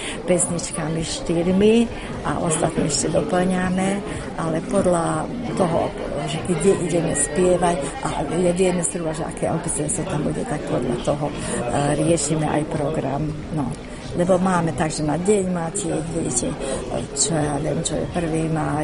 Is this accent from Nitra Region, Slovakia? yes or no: yes; Šaľa, Nitra Region, Slovakia; som zo Šalé, som vedúca tohto spevokolu … bývalá učiteľka na klavír.